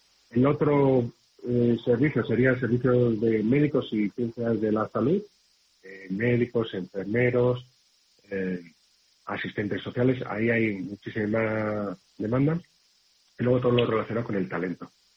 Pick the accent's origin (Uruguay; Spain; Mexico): Spain; Pues yo, mi sueño como español medio australiano, es que permita acercar dos países que estamos condenados a entendernos.